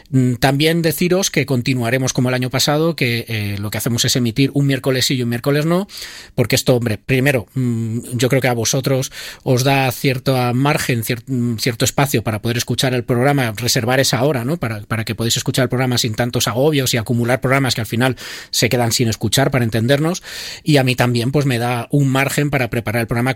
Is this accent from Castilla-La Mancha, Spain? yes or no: yes; Guadalajara, Castilla-La Mancha, Spain; yo soy de Guadalajara y vengo aquí los miércoles a grabar el programa